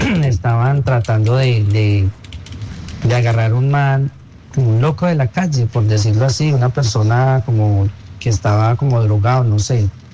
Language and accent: Spanish; Pereira, Risaralda, Colombia; … de Pereira, la estoy viendo por TikTok también.